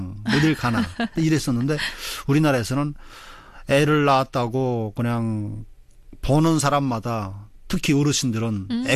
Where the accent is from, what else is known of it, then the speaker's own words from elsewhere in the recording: North Korea; now in South Korea; 이걸 보면서 엄청 놀랐고 북한에는 조경이라는 용어 자체가 없었거든요. 그래서 저도 한국에 처음 왔을 때는 조경이 뭔가 했댔어요.